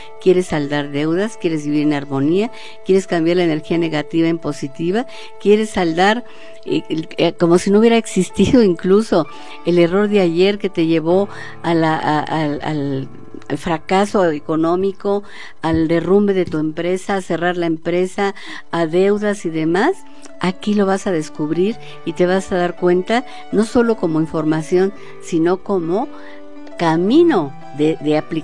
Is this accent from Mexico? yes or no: yes; Mexico